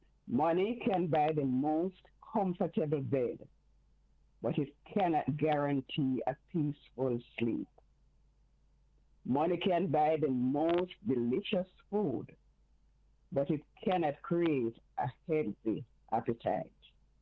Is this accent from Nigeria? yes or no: no; Jamaica; Honestly, Uncle Angie, I was in Jamaica growing up on Emancipation Day.